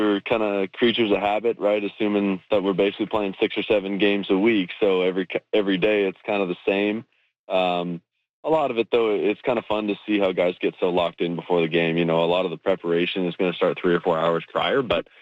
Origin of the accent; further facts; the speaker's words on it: Canada; I've been a diehard Jays fan my whole life growing up in Canada.